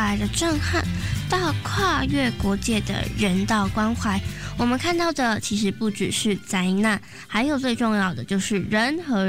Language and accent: Chinese; Hualien County, Taiwan; 却又像是我是花莲人，培宇是台南人。